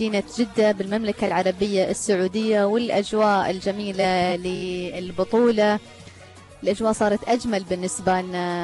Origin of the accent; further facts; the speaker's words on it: Oman; بالنسبة لنا كعمانيين